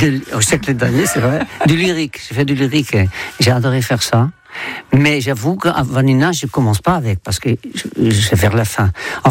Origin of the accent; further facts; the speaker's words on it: Netherlands; moved away as an adult; Et j'ai quitté les Pays-Bas quand j'avais 21 ans, donc ça fait 61 ans, ne comptez pas, c'est pas la peine.